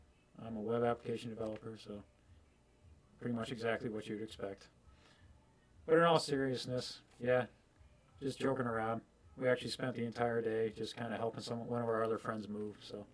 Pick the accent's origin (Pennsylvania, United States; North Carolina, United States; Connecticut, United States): Pennsylvania, United States; Northeast Pennsylvania.